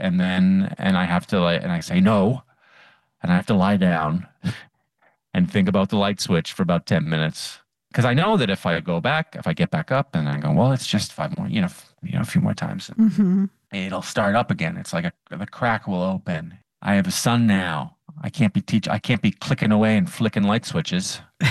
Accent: Ottawa, Ontario, Canada; I opened for Nate Bargatze in Ottawa, my hometown, at the hockey arena in front of 18,000 people.

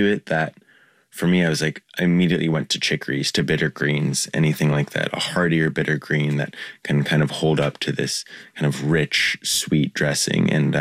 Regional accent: the South and the Midwest, United States; now in New York, United States; this is kind of an ode to growing up in the South and the Midwest

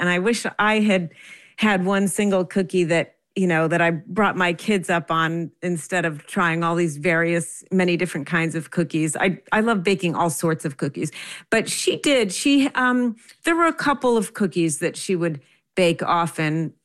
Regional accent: New Jersey, United States; born or raised there

